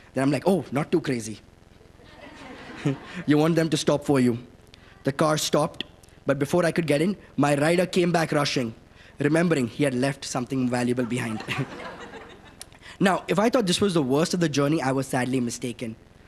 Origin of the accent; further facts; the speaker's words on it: Mumbai, Maharashtra, India; I grew up in Bombay, India, on the West Coast. Being able to go to a new place outside India was enchanting.